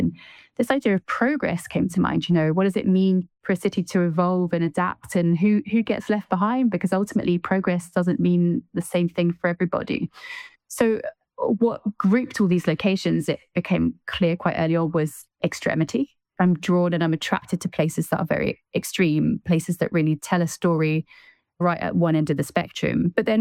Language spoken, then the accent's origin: English; Glenrothes, Scotland, United Kingdom; Glenrothes, my hometown